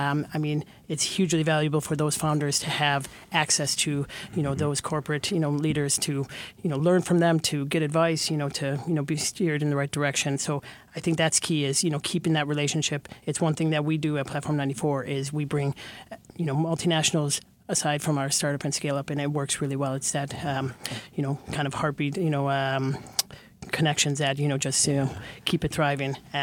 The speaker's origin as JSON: {"language": "English", "town": "Galway", "region": "Connacht", "country": "Ireland", "said": "I'm from Galway, we're on the West Coast, we're, you know, outside of Dublin"}